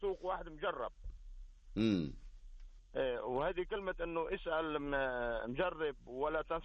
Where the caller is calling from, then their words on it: Lebanon; أنا لبناني.